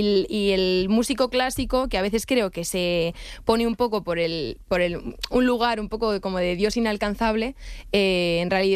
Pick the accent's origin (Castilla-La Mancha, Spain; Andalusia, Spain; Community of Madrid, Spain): Community of Madrid, Spain; Madrid; Pero yo sí, soy madrileña.